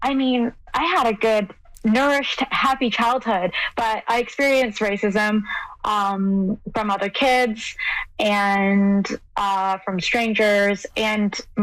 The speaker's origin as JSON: {"language": "English", "town": "Guelph", "region": "Ontario", "country": "Canada", "tie": "born or raised there", "said": "Well, I grew up in Guelph, Ontario, and my cousins lived down the street and my grandmother lived down the street."}